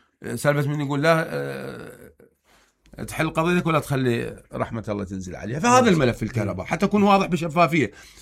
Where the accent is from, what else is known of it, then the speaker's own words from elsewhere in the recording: Hillah, Babylon Governorate, Iraq; أقول لك هسه أنا بعد يومين هم طالع بالشارع أنا ابن الحلة.